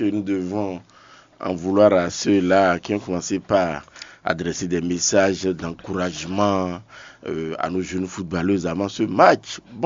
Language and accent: French; Benin; Bon, on dirait chacun, tous nous sommes des Béninois, non?